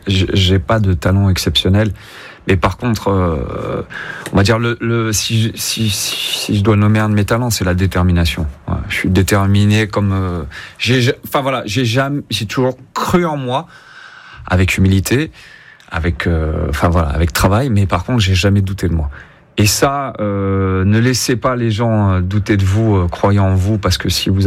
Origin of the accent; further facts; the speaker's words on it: Corsica, France; Je dis pas ça en tant que Corse.